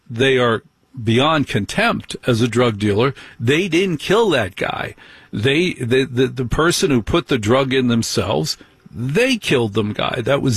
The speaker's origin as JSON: {"language": "English", "region": "New Jersey", "country": "United States", "tie": "born or raised there", "said": "But I'm no angel, buddy. I grew up in Jersey. I ain't no angel."}